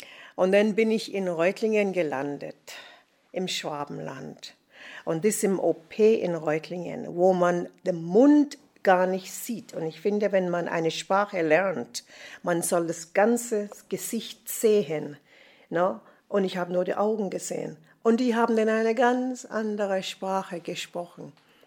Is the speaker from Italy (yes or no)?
no; Jamaica; German is a second language; moved away as an adult; now in Germany; Das haben wir in Jamaika nicht.